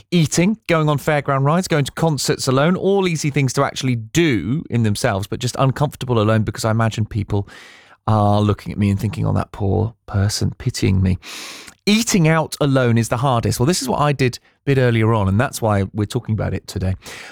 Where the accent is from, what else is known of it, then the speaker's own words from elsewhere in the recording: England, United Kingdom; we're so used to it as English football fans